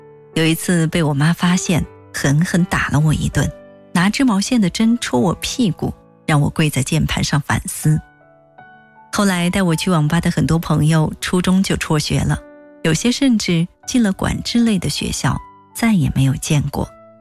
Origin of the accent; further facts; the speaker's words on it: Nanjing, Jiangsu, China; 我虽然生在南京，长在南京，但身份证是安徽的。